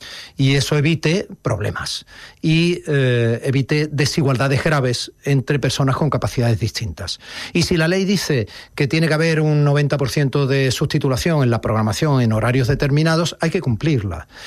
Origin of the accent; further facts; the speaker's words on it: Andalusia, Spain; nuestra naturaleza como andaluces.